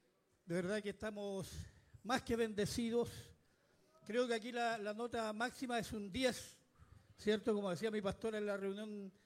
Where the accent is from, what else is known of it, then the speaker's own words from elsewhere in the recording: Chile; Nosotros venimos de Chile